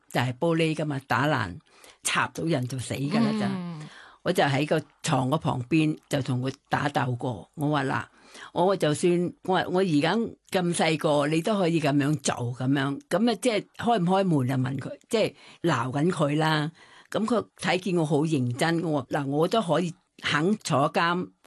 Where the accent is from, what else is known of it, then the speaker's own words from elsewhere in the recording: Thailand; Cantonese is a second language; 即系我哋泰国人咧就家姐啲事咧，佢唔讲俾你听